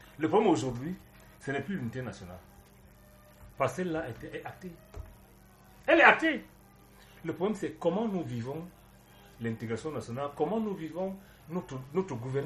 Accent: Makak, Centre, Cameroon; now in Yaoundé, Cameroon; Moi, je suis de Macaque.

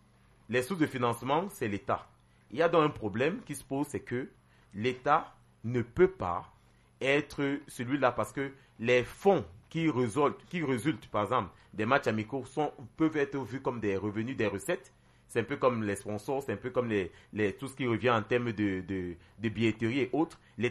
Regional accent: Cameroon; en tant que Camerounais

